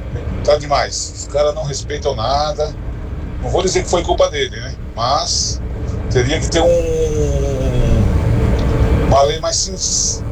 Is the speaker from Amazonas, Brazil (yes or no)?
no; São Paulo, Brazil; sou de São Miguel Paulista.